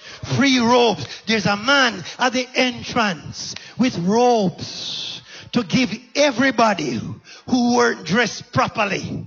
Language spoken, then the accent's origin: English; Jamaica; I come from Jamaica